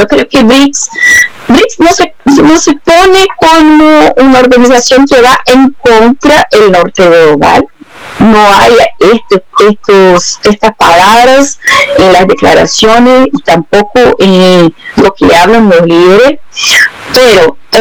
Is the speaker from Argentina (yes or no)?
no; Brazil